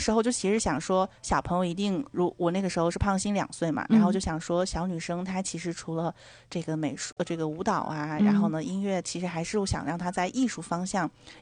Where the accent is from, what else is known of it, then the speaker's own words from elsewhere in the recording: Dalian, Liaoning, China; 我希望大连站的话是带他们认识一下，就是重新的认识一下我的家乡、